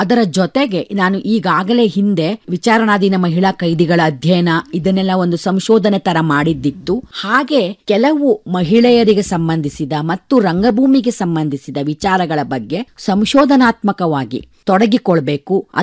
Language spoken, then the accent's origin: Kannada; Uttara Kannada district, Karnataka, India; born there; ನಮ್ಮ ಒಂದು ಉತ್ತರ ಕನ್ನಡ ಜಿಲ್ಲೆ ಒಳಗ ಬಹಳ ಸಾಮಾನ್ಯವಾಗಿ ನಾವು ಎಲ್ಲಾ ಕಡೆ ಯಕ್ಷಗಾನ ನೋಡ್ತೇವಿ